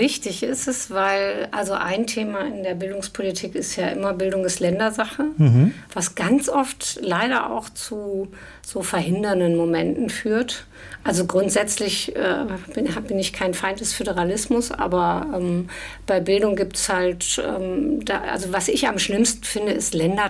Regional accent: West Germany, Germany; ich bin in Westdeutschland groß geworden

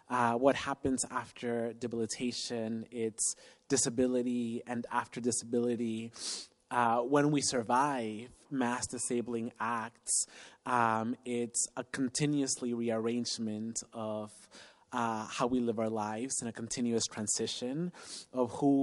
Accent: Mexico; I had already been in intensive medical treatment in my home country in Mexico.

